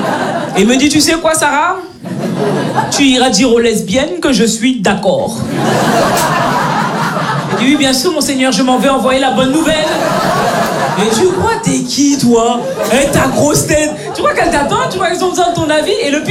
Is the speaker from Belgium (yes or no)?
yes; Belgium; born or raised there